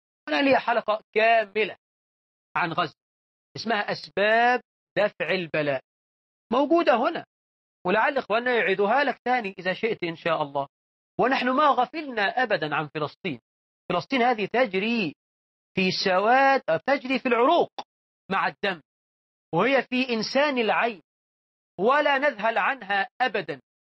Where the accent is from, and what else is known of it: Egypt